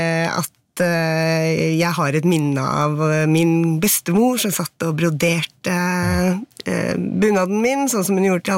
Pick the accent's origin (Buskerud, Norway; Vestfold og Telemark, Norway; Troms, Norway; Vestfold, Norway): Buskerud, Norway; Jeg er født og oppvokst i Hallingdal.